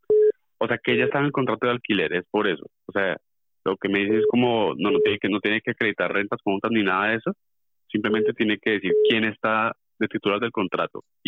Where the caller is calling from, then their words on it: Barcelona, Catalonia, Spain; de Barcelona.